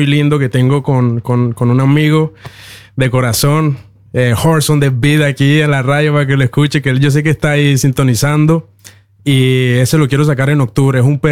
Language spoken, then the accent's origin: Spanish; Cali, Valle del Cauca, Colombia; now in Norway; Soy de Cali, la sucursal de la salsa.